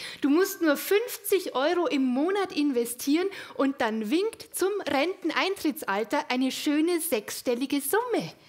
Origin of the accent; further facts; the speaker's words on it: Munich, Bavaria, Germany; Ich komme aus München.